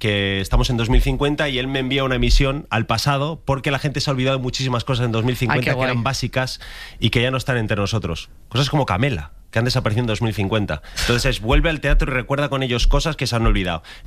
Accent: León, Castile and León, Spain; mi grupo fuerte sigue siendo mis amigos de León, todos. Yeah. Entonces, claro, yo mis anécdotas, mi manera de hablar, mis cosas son todos de mis amigos de León.

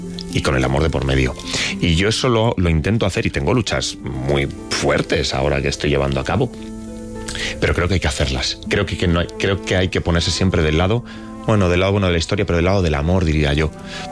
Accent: Elda, Valencian Community, Spain; yo soy de Elda, de Alicante

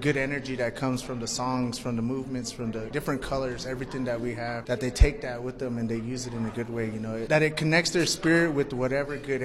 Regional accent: Acoma, New Mexico, United States; I am from the Pueblo of Acoma. I come from the Big Sun clan on my mother's side and the Little Turkey clan on my father's side.

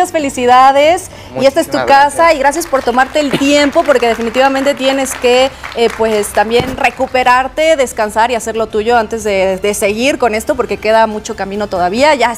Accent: Monterrey, Nuevo León, Mexico; Oye, es que yo soy de Monterrey y cuando voy a visitar tengo mi lista de cosas que necesito comer

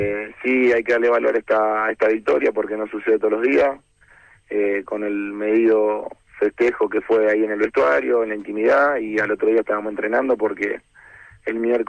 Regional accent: Argentina; es algo que tenemos nosotros como argentinos

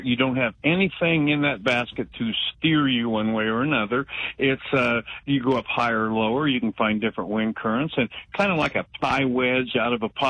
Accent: Danville, United States; I was born and raised here in Danville, and I worked at General Motors foundry from time high school till out.

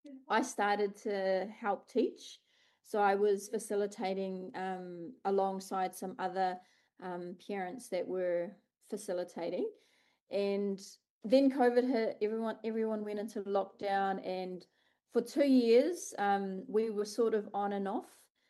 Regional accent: New Zealand; moved away as an adult; now in Gold Coast, Australia; Yeah, so I moved over from New Zealand to the Gold Coast in the end of 2018.

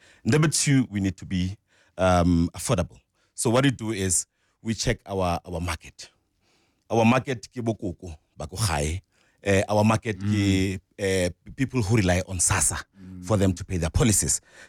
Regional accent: Rustenburg, North West, South Africa; No, I'm from Rustenburg.

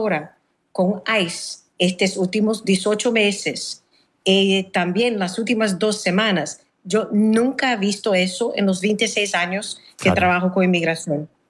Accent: Brazil; Spanish is a second language; now in United States; soy brasilera.

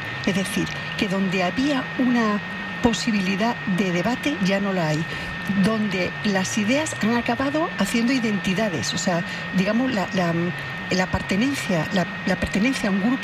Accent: Ceuta, Spain; Mira, yo vengo de Ceuta. Ceuta es un sitio que ahora mismo es un es

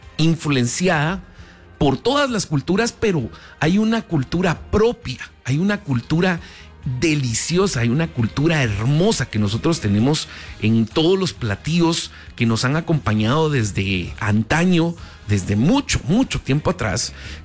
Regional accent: Guatemala; nosotros como guatemaltecos

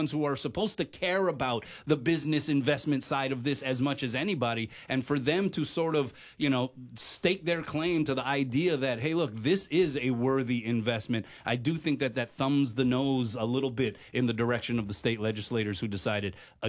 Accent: Honolulu, Hawaii, United States; I come from East Honolulu, so I don't always drive past Halava.

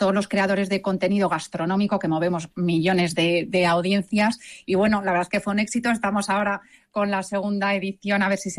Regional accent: Castilla-La Mancha, Spain; Pues mira, sí, yo es mi pueblo, me he criado ahí y al final creo que la mayor herencia que me han dejado mis padres es ser de pueblo

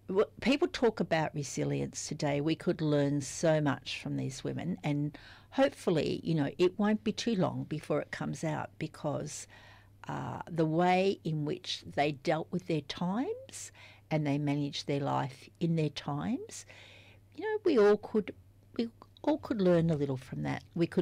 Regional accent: Traralgon, Victoria, Australia; And I'm from Traralgon, and there was a great sense of injustice.

